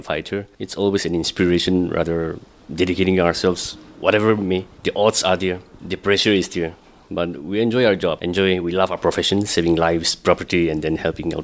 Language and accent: English; Kohima, Nagaland, India; I'm coming from Kohima Kuzama Village.